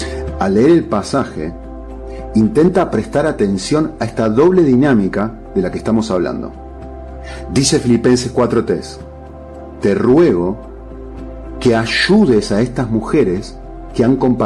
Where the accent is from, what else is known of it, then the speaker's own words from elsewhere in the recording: Argentina; accent: Argentine; Yo nací en Argentina. Me veo como un argentino, hablo español con acento argentino y tengo los típicos gustos de un argentino.